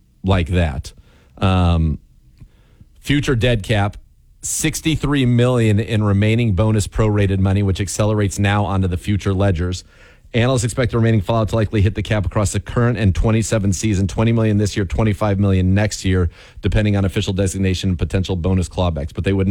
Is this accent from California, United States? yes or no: yes; California, United States; He looks like exactly what so many people I grew up with in California look like.